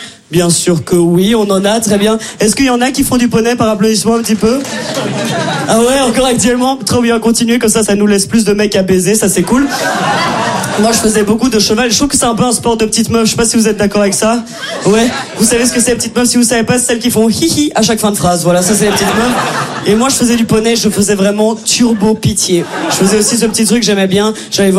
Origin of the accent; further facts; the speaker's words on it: Brussels, Brussels-Capital Region, Belgium; accent: Brussels; C'est peut-être mon accent de Bruxelles ou mon immense voix, je sais pas, mais en tout cas, je viens pas de France, voilà, je viens de Belgique.